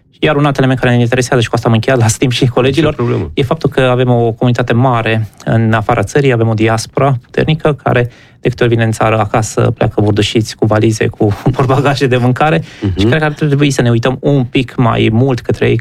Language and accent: Romanian; Transylvania, Romania; eu sunt mândru, sunt din Transilvania și ne mândrim tot mereu cu biodiversitatea